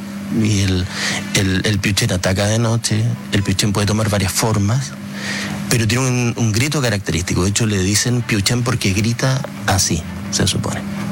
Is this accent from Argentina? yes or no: no; Magallanes, Chile; Oye, yo soy magallánico, no dice quién es.